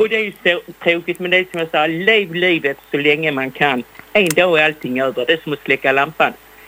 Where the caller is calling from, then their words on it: Malmö, Skåne, Sweden; Här är det … på Jägersrovägen.